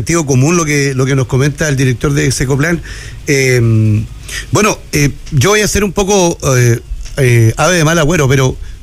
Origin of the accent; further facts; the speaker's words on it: Antofagasta, Chile; yo soy de Antofagasta